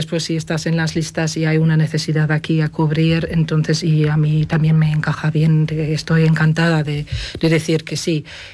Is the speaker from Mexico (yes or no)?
no; Northern Germany, Germany; Spanish is a second language; moved away as an adult; now in Amoeiro, Spain; como lo conocía de mi tierra natal